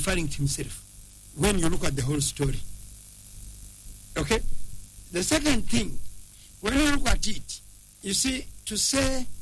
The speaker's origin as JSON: {"language": "English", "area": "Ntungamo district", "region": "Western Region", "country": "Uganda", "tie": "born there", "said": "I was born in Intungamu district. That's where I was born."}